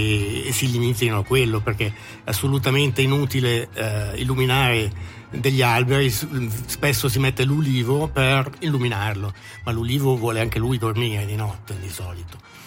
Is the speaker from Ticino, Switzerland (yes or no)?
yes; Malcantone, Ticino, Switzerland; io vengo dal Malcantone.